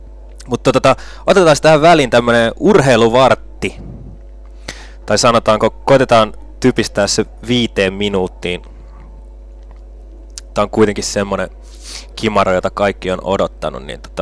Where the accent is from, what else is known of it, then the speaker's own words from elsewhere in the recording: Nastola, Päijät-Häme, Finland; Mä oon kotoisin semmoista paskapaikasta kuin Nastola.